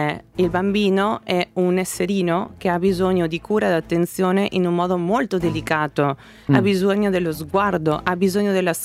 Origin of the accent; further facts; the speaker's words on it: Argentina; now in Italy; sono argentina